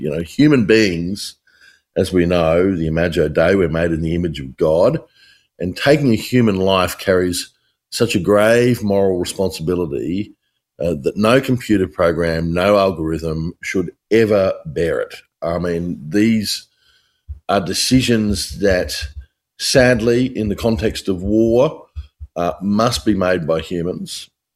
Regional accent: Australia; as an Australian

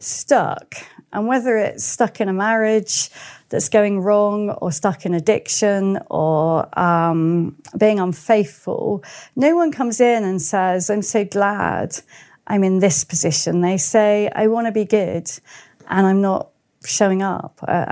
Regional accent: Worthing, South East England, United Kingdom; And there was an offer of a job in a place that no one else would want, but Worthing was my hometown.

